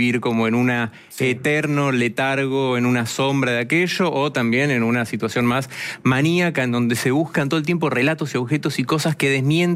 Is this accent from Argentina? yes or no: yes; Argentina